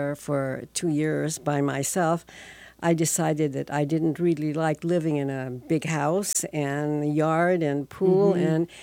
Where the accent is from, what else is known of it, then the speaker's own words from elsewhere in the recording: Alamo, California, United States; I'm from Contra Costa County, the city of Alamo. It's bordered by the cities of Walnut Creek and Danville. We lived there for 35 years.